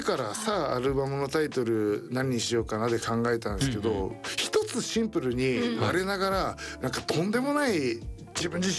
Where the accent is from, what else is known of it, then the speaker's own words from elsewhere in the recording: Chiba, Japan; 私自身は千葉県千葉市出身なんですけど